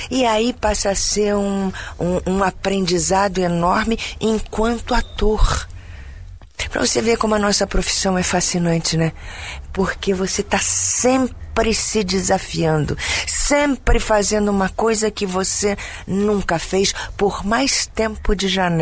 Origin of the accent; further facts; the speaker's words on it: Rio de Janeiro, Brazil; now in São Paulo, Brazil; Sou natural do Rio de Janeiro.